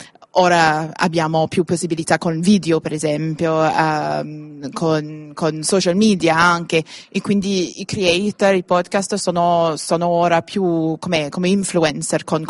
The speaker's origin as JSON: {"language": "Italian", "region": "Wales", "country": "United Kingdom", "second_language": "Italian", "said": "Sono di Gales."}